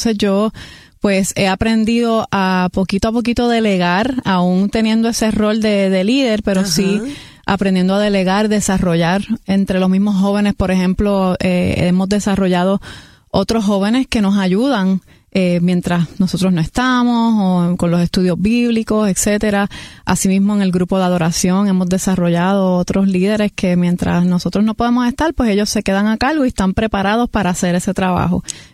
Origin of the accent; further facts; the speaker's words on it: Puerto Rico; now in Orlando, United States; Estoy aquí visitando de Orlando, Florida. Soy de aquí de Puerto Rico, nacida y criada aquí, pero en este momento resido con mi familia en Orlando, Florida